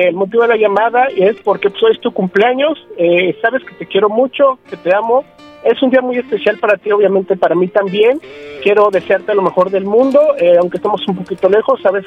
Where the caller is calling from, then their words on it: Villahermosa, Tabasco, Mexico; Yo me encuentro en Villahermosa, Tabasco